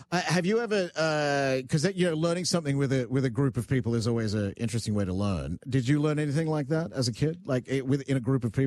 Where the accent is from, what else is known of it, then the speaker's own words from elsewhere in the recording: Australia; I grew up in Australia.